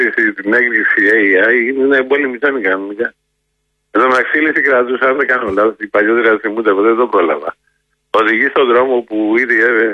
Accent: Kokkinia, Attica, Greece; born there; Εγώ γεννήθηκα στην Κοκκινιά από εργάτε.

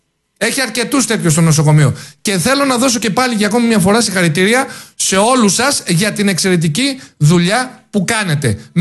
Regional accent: Greece; σαν Έλληνες

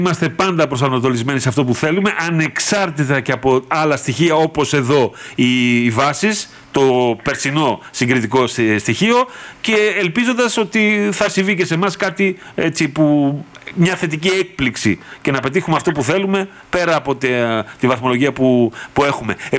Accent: Greece

